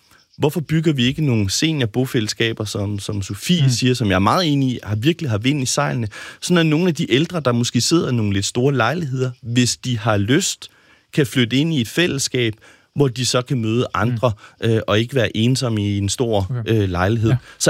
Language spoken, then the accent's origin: Danish; Jutland, Denmark; now in Copenhagen, Denmark; jeg bor selv i hovedstaden, men er født og opvokset i Jylland, og jeg synes, vi snakker alt for lidt om den andre dele af Danmark også.